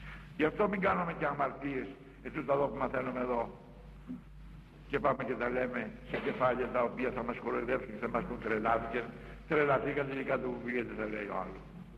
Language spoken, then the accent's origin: Greek; Corfu, Ionian Islands, Greece; την Κέρκυρα, την πατρίδα μου.